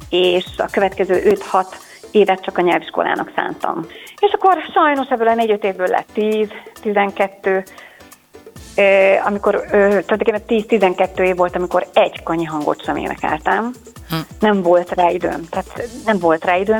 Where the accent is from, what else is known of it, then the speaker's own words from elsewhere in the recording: Hungary; Hiszen magyar emberek vagyunk